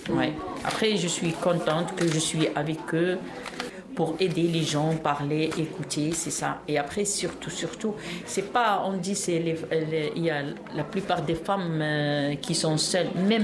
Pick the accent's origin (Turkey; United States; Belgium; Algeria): Algeria; French is a second language; now in France; Moi, je suis algérienne.